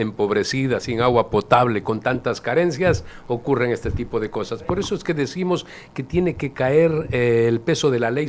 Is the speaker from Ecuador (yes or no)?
yes; Ecuador